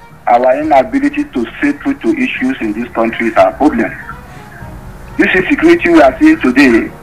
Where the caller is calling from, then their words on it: Nigeria; a country we have as a Nigerian